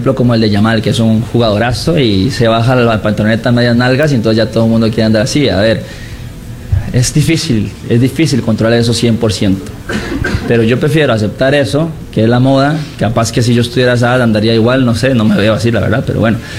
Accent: Costa Rica; nosotros no tenemos ejército en Costa Rica, pero de cierta manera somos el ejército de Costa Rica, representando al país por medio del fútbol.

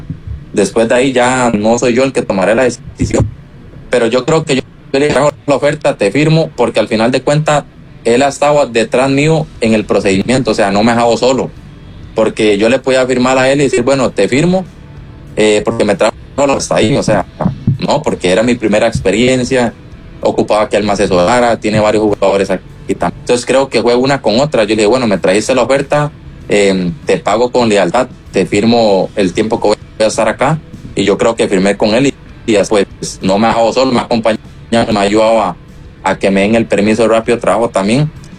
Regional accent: Siquirres, Limón, Costa Rica; now in San José, Costa Rica; yo vengo de Siquirres, o sea, vengo de un pueblo humilde, tranquilo.

